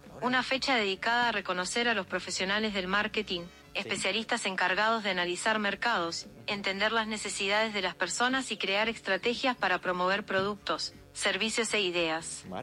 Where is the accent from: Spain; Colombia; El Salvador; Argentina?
Argentina; now in Mexico; la argentina más mexicana.